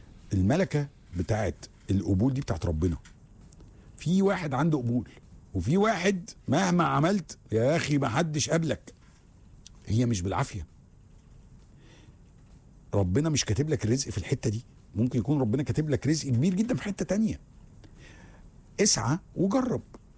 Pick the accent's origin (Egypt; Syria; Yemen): Egypt; Luxor, Luxor Governorate; انا بما اني بقى بتكلم على من الاقصر وانا راجل من الاقصر